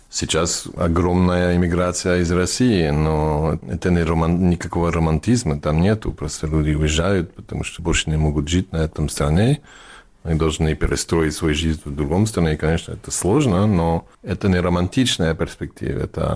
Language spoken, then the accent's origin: Russian; France; first language English; Russian is a second language; moved away as an adult; also born or lived in New York; now in Barcelona, Spain; Я просто иммигрант, можно сказать. Мы эмигрировали во Франции, когда я был ребенок. И вот я вырос во Франции. Это тоже мой язык, потому что у меня было 3 года, когда мы приехали.